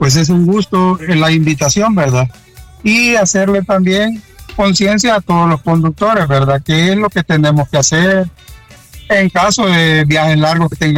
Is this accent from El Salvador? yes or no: yes; El Salvador